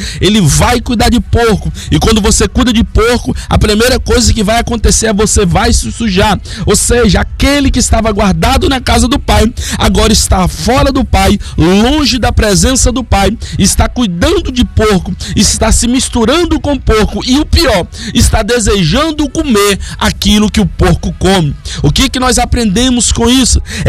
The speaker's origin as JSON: {"language": "Portuguese", "country": "Brazil", "said": "nós aqui como brasileiros"}